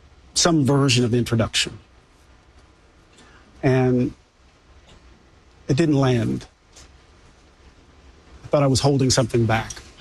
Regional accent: Mississippi, United States; Maybe it's because I'm from Mississippi.

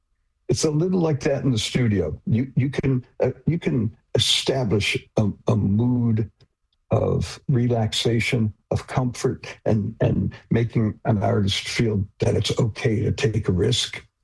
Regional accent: Detroit, Michigan, United States; We're nine people from Detroit, and we do speak the musical language of our hometown.

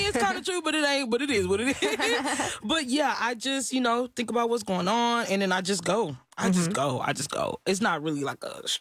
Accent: Texas City, Texas, United States; growing up in Texas City was pretty cool

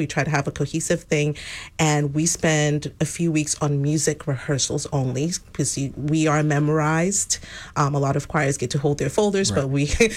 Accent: Nigeria; now in Texas, United States; I'm a transplant. I'm originally from Nigeria, and when we moved to Texas, everyone's like, "Oh, they have cowboys, and they say yeehaw,"

